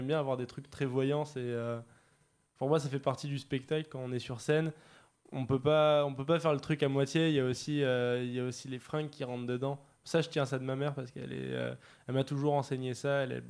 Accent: Montpellier, Occitanie, France; une école de musique à Montpellier, de là d'où je viens.

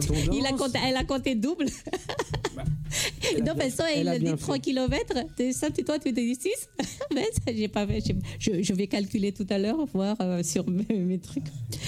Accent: Madagascar; now in Cachan, France; ça ne se fait pas chez nous, à Madagascar.

